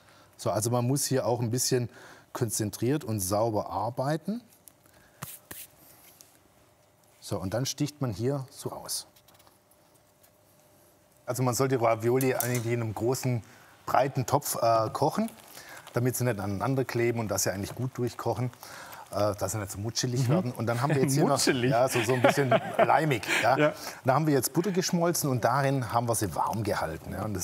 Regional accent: Swabia, Germany; Natürlich, also das ist ja wie bei uns im Schwabenland Maultaschen

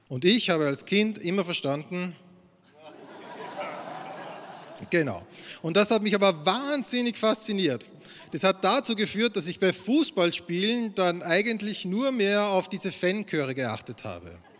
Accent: Austria; ich komme aus Österreich

